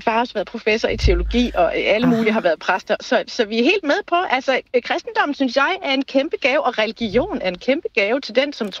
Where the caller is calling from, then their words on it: Copenhagen, Capital Region of Denmark, Denmark; Jeg er nu fra Valby, men jeg er på vej til Viborg